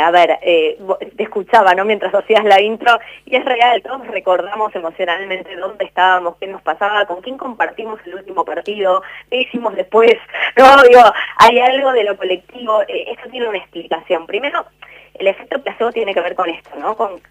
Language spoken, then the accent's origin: Spanish; Argentina